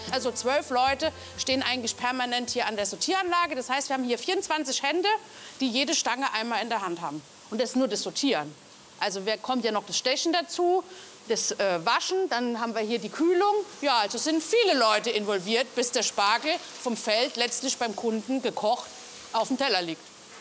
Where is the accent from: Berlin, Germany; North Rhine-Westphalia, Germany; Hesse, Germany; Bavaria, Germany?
Bavaria, Germany; Gerolzheim; ich komme ja auch aus Gerolzheim